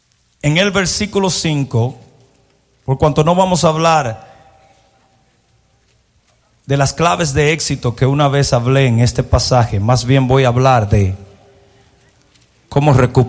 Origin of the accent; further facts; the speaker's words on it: Mexico; moved away; porque vine de México, ahí tengo que tirarle algo, ¿verdad? Mexicano.